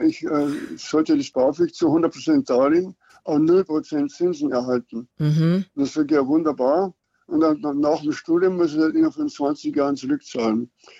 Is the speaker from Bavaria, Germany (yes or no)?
yes; Bavaria, Germany; der war noch etwas anstrengender als ich als Niederbayer